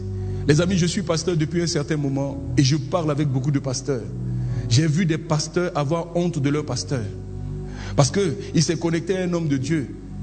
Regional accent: Yopougon, Abidjan, Côte d’Ivoire

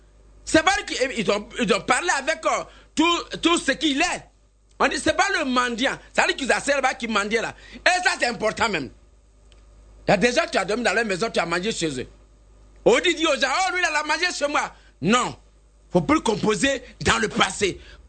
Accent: Côte d’Ivoire; chez nous en Côte d'Ivoire

